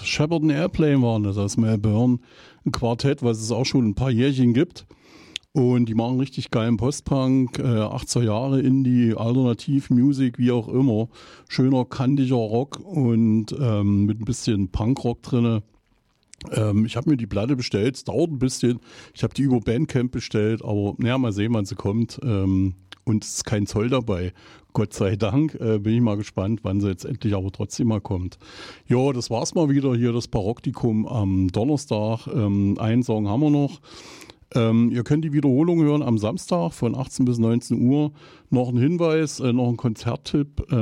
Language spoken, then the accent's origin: German; Eisenach, Thuringia, Germany; ich komme aus Eisenach